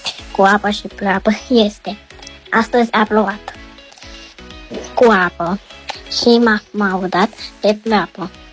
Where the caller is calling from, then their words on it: Bucharest, Romania; din București, am 7 ani